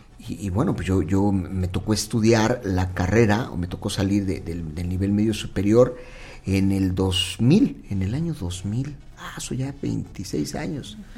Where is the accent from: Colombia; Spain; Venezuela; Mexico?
Mexico; Huauchinango, Puebla; Yo soy de aquí de Huauchinango, me tocó irme de Huauchinango a la ciudad de Pachuca a estudiar una carrera profesional